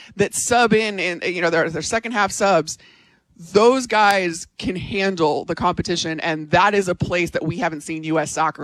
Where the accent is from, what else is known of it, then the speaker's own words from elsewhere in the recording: Chicago, Illinois, United States; I grew up here in Chicago, but I am married to a New Orleanian.